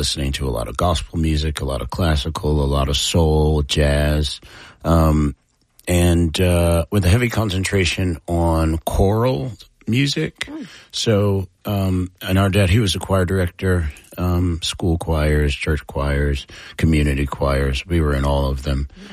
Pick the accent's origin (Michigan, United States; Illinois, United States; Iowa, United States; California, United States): Michigan, United States; now in New York, United States; I mean, so we're originally from Michigan, so Midwest, but we moved to New York maybe 20 years ago as a family.